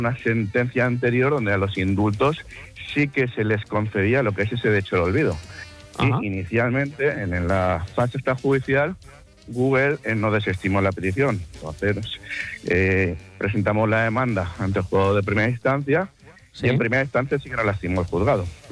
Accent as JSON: {"language": "Spanish", "region": "Valencian Community", "country": "Spain", "said": "Sí, soy valenciano, sí."}